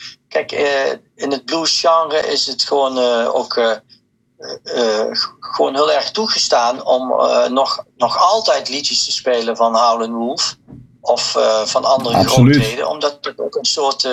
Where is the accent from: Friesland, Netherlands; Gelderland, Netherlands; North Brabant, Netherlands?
North Brabant, Netherlands; En ik ben gewoon een Brabantse jongen, dus hoe komen die woorden dan ook in het Engels?